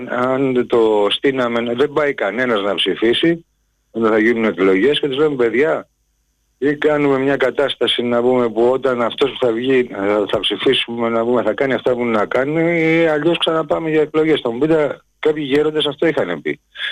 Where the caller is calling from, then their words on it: Pallini, Attica, Greece; από Παλίνη.